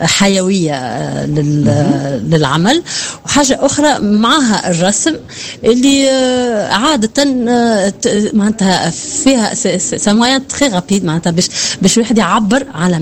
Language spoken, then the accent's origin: Arabic; Sfax, Sfax Governorate, Tunisia; ترعرعت في مدينة صفاقس